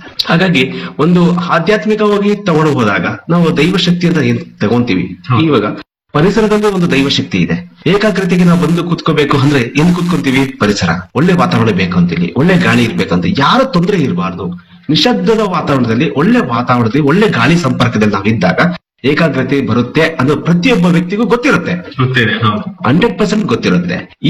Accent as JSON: {"language": "Kannada", "town": "Kolar", "region": "Karnataka", "country": "India", "tie": "born or raised there", "said": "ನಾನು ಮೂಲತಃ ಕೋಲಾರ."}